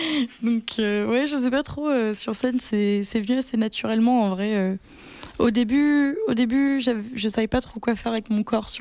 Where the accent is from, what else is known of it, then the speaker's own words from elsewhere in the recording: Nouvelle-Aquitaine, France; moi, j'ai grandi en Charente, pas, où il n'y avait pas la mer, du coup, mais de la très belle campagne.